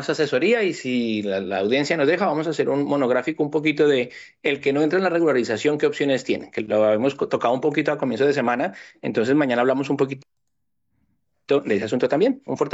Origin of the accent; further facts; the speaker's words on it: Colombia; las personas que somos de origen colombiano